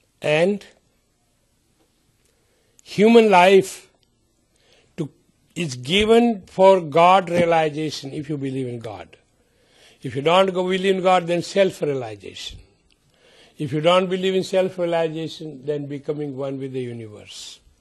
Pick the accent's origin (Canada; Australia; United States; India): India; moved away; I came from India, I brought Indian culture now.